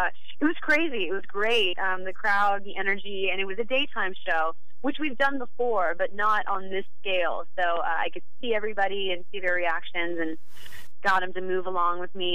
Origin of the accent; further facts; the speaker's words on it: Wichita, Kansas, United States; Yeah, I'm from Wichita, Kansas.